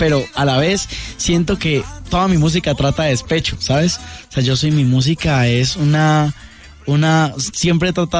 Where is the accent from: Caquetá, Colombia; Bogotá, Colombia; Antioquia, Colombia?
Caquetá, Colombia; un artista nuevamente del Caquetá